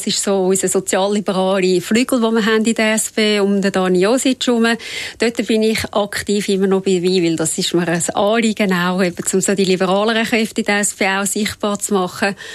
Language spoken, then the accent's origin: German; Räterschen, Zurich, Switzerland; born or raised there